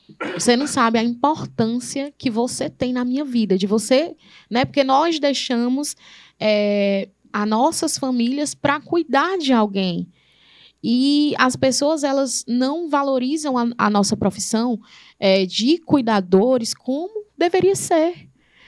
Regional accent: Acopiara, Ceará, Brazil; eu nasci em Acopiara, sou natural

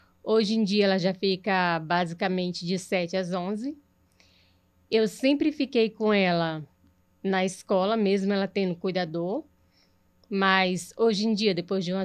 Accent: Redenção, Brazil; Eu sou de Redenção

